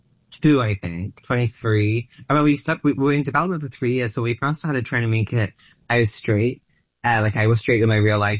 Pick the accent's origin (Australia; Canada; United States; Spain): Australia